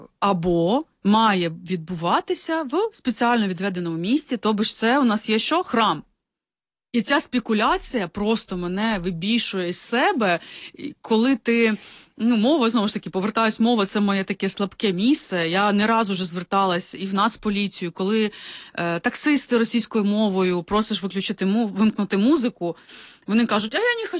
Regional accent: Brovary, Kyiv Oblast, Ukraine; І саме цікаве, що навіть я сама з Броварів, і у нас це було відведено, ну, я своє дитинство пам'ятаю таким

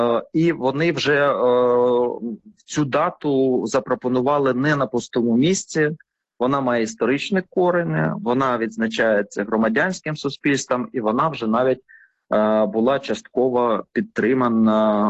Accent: Crimea, Ukraine; як всі кримчани, я, зокрема, був на цій акції 26 лютого 2014 року

